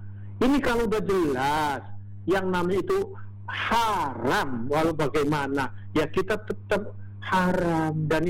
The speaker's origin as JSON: {"language": "Indonesian", "region": "Java", "country": "Indonesia", "said": "kalau kita orang Jawa sering dikenalnya dengan bulan Maulud."}